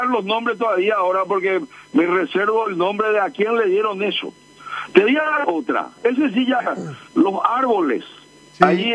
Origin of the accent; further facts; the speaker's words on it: Paraguay; Me indigna como ciudadano paraguayo.